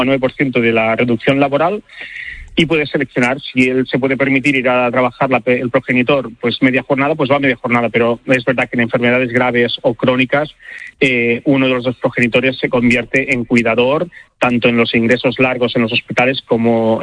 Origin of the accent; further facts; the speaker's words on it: Catalonia, Spain; now in Barcelona, Spain; Pues otra vez viviendo en Barcelona, nosotros somos de La Garrocha, de la comarca allí a lo alto de Cataluña